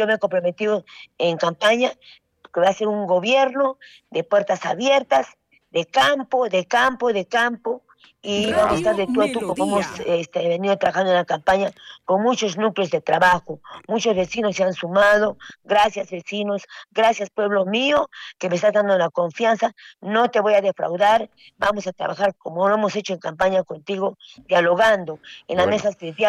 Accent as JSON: {"language": "Spanish", "area": "Hunter", "region": "Arequipa", "country": "Peru", "said": "nuestro pueblo de Hunter"}